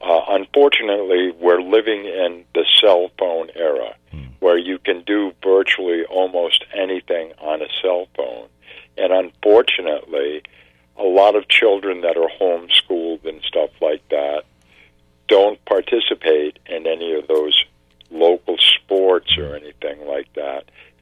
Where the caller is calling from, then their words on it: Putnam, Connecticut, United States; And I am from Putnam